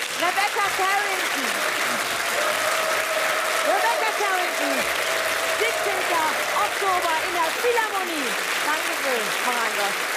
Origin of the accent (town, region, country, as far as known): Oberhausen, North Rhine-Westphalia, Germany